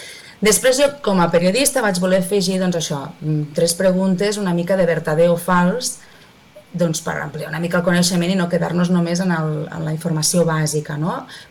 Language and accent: Catalan; Maials, Catalonia, Spain; born there; jo soc nascuda a Maials, un poble del Segrià, que no arriba als 1.000 habitants